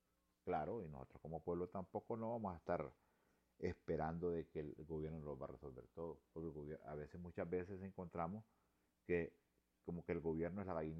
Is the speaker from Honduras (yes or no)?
yes; Honduras; nosotros debemos de exigir como pueblo hondureño que sean transparentes